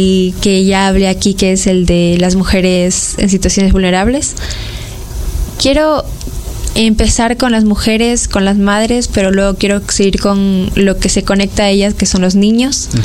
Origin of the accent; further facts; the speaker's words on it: Ecuador; nosotros como ecuatorianos tenemos los recursos